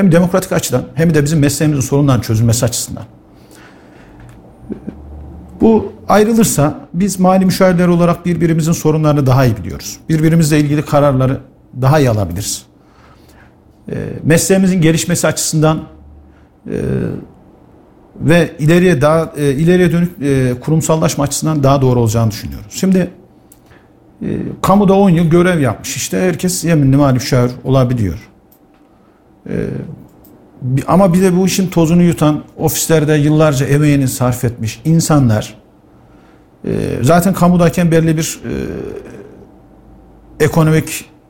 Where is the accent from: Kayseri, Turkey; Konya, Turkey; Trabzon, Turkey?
Kayseri, Turkey; also born or lived in Şarkışla, Sivas; Ben 1977 Sivas Şarkışı'da doğumluyum. Babamın kamu görevi nedeniyle Kayseri'de yerleşmişiz.